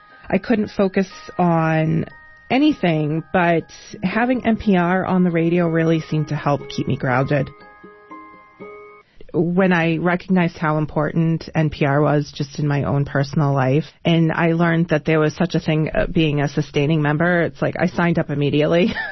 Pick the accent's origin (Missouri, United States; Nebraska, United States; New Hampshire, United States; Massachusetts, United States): New Hampshire, United States; Nashua; I'm from Nashua, New Hampshire.